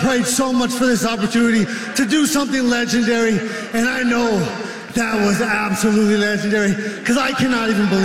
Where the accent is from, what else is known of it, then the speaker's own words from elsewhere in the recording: United States; Hey, I'm from America. 250 years ago, we were way bigger than 6-1 dogs.